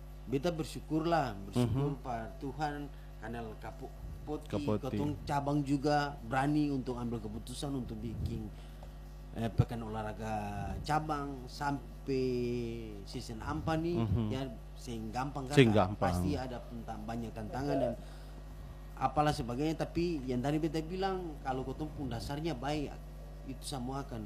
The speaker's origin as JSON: {"language": "Indonesian", "region": "Maluku", "country": "Indonesia", "said": "Sebagai orang Maluku"}